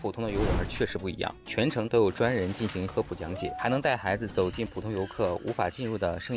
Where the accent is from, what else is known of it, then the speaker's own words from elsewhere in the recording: Dalian, Liaoning, China; moved away as an adult; now in Guilin, China; 土生土长的大连人。在桂林读大学到毕业，一晃十多年就过去了，在那边扎根也成了家